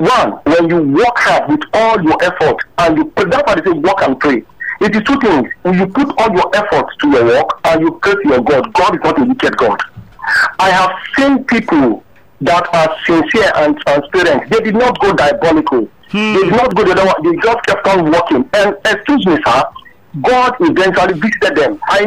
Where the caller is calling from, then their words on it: Lagos, Nigeria; I'm calling from Meron.